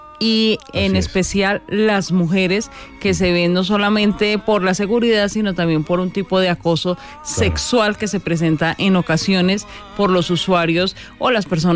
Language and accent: Spanish; Bogotá, Bogotá Capital District, Colombia; como colombianos y como bogotanos